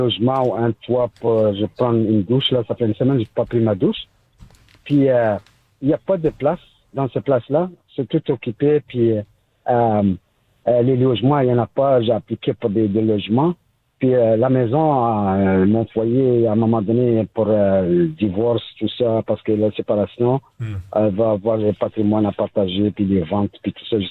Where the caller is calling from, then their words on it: Montreal, Quebec, Canada; Moi, je suis à Pointe-aux-Trembles, là où il y a la maison Nelligan. Puis là, mais je vais déménager à l'ouest, à Ville-Laval, dans le sud-ouest.